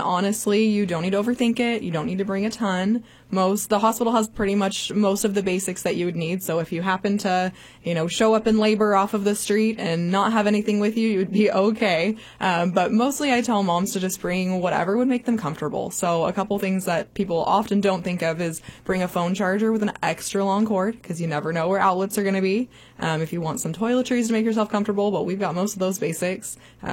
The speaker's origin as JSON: {"language": "English", "town": "Las Vegas", "region": "Nevada", "country": "United States", "also_born_or_lived": "Missouri", "moved": "as an adult", "lives_now": "Farmington, United States", "said": "I'm originally from Las Vegas, Nevada."}